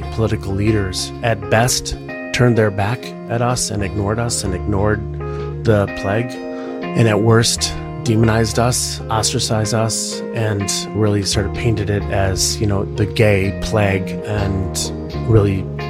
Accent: Madison, Wisconsin, United States; now in Chicago, United States; I am originally from Madison, Wisconsin, but I've been in Chicago for 36 years.

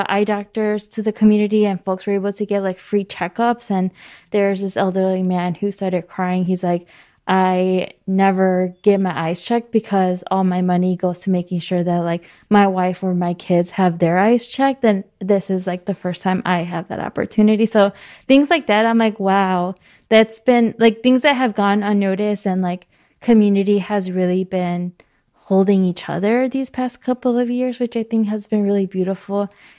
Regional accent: Chicago, Illinois, United States; I was born and raised in Barden Park, and people are like, where's Barden Park? And I was like, right next to Back of the Arts, and they're like, I know where that is.

